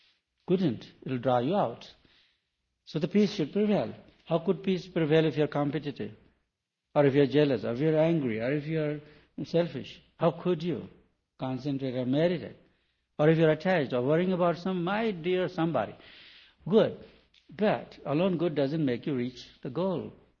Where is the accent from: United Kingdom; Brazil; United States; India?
India; I'm from India